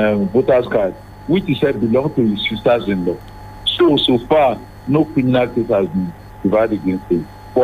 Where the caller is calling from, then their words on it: Oka, Ondo, Nigeria; I'm calling from Oka.